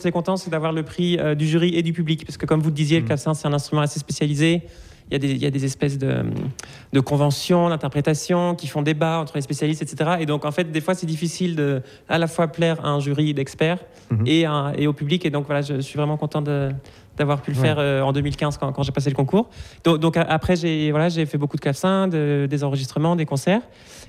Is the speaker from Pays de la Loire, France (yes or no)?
yes; Angers, Pays de la Loire, France; moi j'ai grandi à Angers.